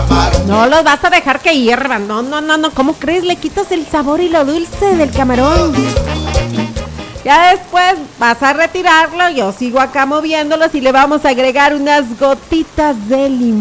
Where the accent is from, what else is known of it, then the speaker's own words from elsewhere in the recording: Tecuala, Nayarit, Mexico; Yo vengo de allá de Tecuala, Nayarit, así no lo comemos nosotros, no le ponemos peros.